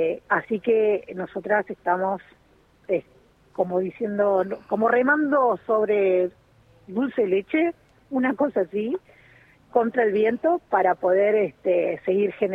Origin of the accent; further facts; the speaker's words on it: Buenos Aires, Argentina; now in La Carlota, Argentina; yo soy de Buenos Aires y he trabajado en fábricas